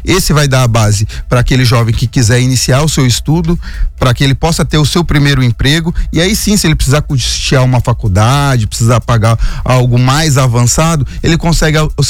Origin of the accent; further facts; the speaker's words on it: São Sebastião, São Paulo, Brazil; Eu mesmo fui criado aqui em São Sebastião.